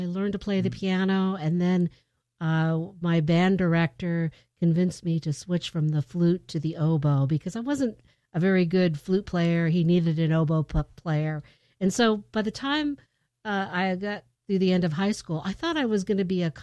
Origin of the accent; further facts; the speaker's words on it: Anchorage, Alaska, United States; born there; We moved up here, and I went to Nunaka Valley Elementary School